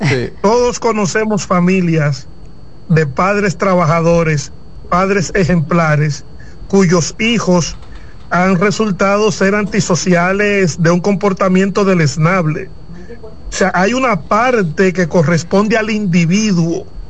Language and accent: Spanish; San Cristóbal, Dominican Republic; Nosotros, tú y yo, crecimos en San Cristóbal